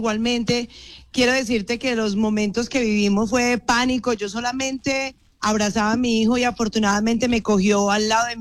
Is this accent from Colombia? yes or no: yes; Guacarí, Valle del Cauca, Colombia; moved away; íbamos a estar en Guacarí, en mi pueblo